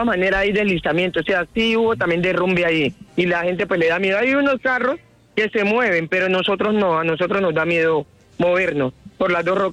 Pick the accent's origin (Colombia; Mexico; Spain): Colombia; Buenaventura, Valle del Cauca; soy de Buenaventura, me dirigía para la ciudad de Cali a una cita médica